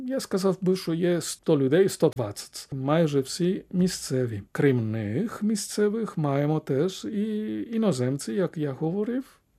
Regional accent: Spain; Ukrainian is a second language; moved away; Якби я залишився в Іспанії, звідки я родом, то я би працював як священик в таких парафіях, котрі найважчі

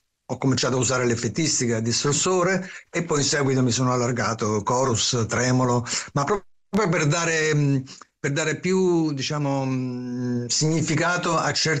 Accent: Savona, Liguria, Italy; Io appunto sono di Savona

